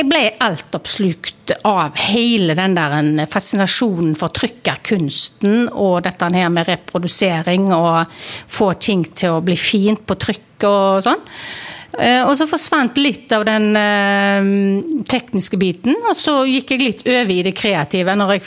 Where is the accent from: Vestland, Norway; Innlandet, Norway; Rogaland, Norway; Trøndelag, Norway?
Rogaland, Norway; Haugesund; Det er hjemme på Haugå.